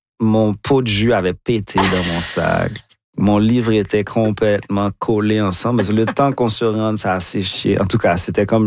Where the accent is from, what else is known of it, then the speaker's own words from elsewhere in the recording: Haiti; moved away; also born or lived in London; pourquoi est-ce que j'ai été exposé à autant de violence en grandissant en Haïti?